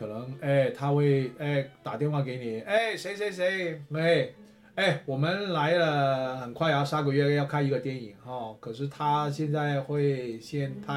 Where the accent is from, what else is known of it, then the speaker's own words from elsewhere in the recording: Guangdong, China; accent: Cantonese; 所以你很多像我们广东话叫有凹凹抓